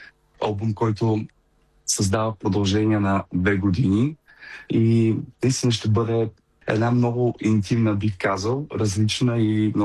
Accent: Burgas, Burgas Province, Bulgaria; moved away; аз съм си бургазлия, тръгнал съм си от Бургас, от бургаската школа, от бургаското музикално училище и някакси Бургас ми е моя си град, моето място.

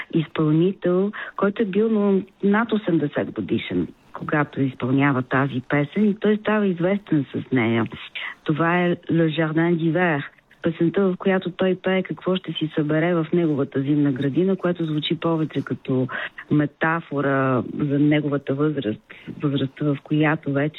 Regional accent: Plovdiv, Plovdiv Province, Bulgaria; moved away as an adult; also born or lived in Sofia; аз съм пловдивчанка и заминах да уча в Софийския университет в София

